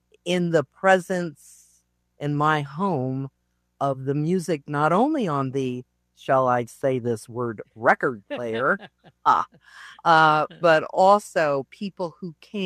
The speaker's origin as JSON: {"language": "English", "town": "Denver", "region": "Colorado", "country": "United States", "tie": "born or raised there", "moved": "yes", "said": "So I was really fascinated that my hometown had done this."}